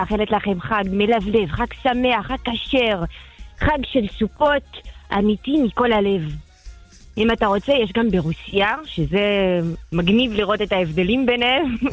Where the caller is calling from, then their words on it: Petah Tikva, Central District, Israel; אני מפתח תקווה, מהדרגנים.